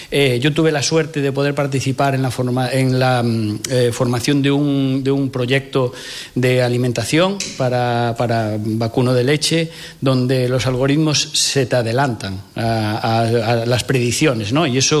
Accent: Ribadeo, Galicia, Spain; yo soy limítrofe, soy del Ayuntamiento de Ribadeo, en Galicia manejamos los mismos datos

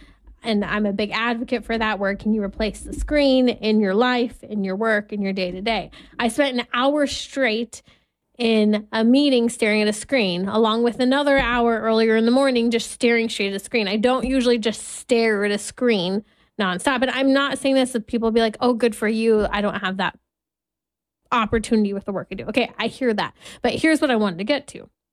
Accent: California, United States; Because I love my home state of California.

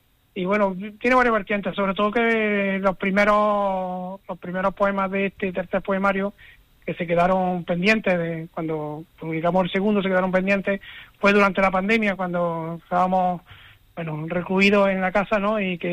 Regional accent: Pedroche, Andalusia, Spain; now in Córdoba, Spain; Yo siempre he dicho que este es mi pueblo

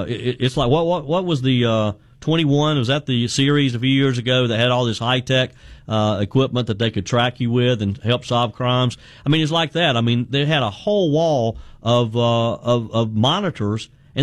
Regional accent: South Carolina, United States; A county here in my home state of South Carolina, Oconee County, their county council has voted to remove them from the county.

